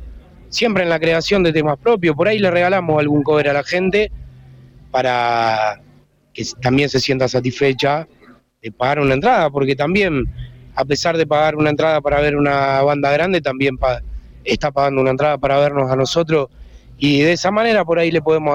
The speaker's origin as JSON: {"language": "Spanish", "town": "Arroyo Seco", "region": "Santa Fe", "country": "Argentina", "said": "Nosotros somos de Arroyo Seco."}